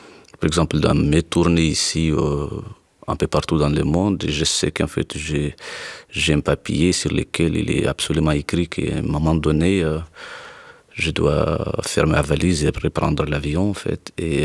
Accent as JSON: {"language": "French", "town": "Tinzaouaten", "region": "Kidal", "country": "Mali", "tie": "born or raised there", "second_language": "French", "said": "nous sommes directement dans la frontière jupitro-algérienne. C'est là où nous sommes grandis, en fait. C'est là où nous avons fait aussi notre école primaire"}